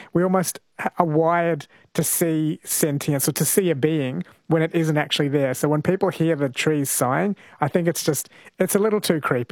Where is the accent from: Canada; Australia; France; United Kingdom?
Australia; Brisbane, Queensland; Why don't we bring it back to Brisbane, my hometown, for Stuart and I.